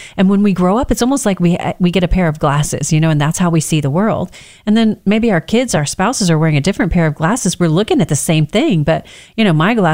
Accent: Texas, United States; accent: Texas twang; Cause you know, we're from Texas. So we got a little Texas twang in there

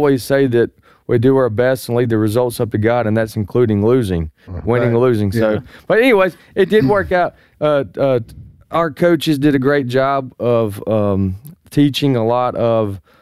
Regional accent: Tupelo, Mississippi, United States; I said, "We're from Tupelo, Mississippi." And he said, "Where's that?"

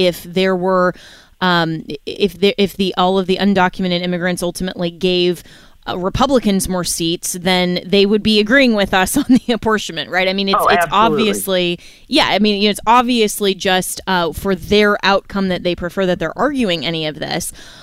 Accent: Florida, United States; my home state, Florida's AG, James Uthmeyer.

